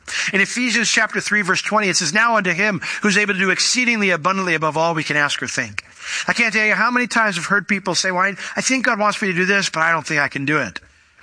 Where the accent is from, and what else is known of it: New York, United States; born or raised there